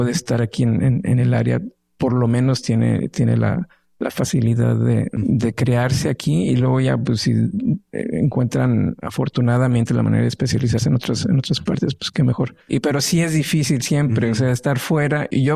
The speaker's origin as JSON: {"language": "Spanish", "town": "Monterrey", "region": "Nuevo León", "country": "Mexico", "tie": "born or raised there", "said": "Y pues bueno, estamos en Monterrey, crecimos en Monterrey. Monterrey no era tierra fértil y tenemos una gran ciudad hoy en día."}